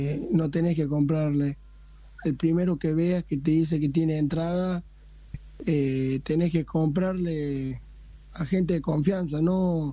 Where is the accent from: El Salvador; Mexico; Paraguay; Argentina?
Argentina; Villa María, Córdoba; Somos de Villa María, cerca de Villa María, sin entrada fuimos.